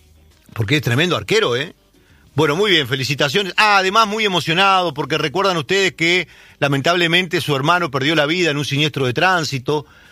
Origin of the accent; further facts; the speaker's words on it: Córdoba, Argentina; now in Uruguay; yo soy cordobés, me gusta el vino, soy cordobello.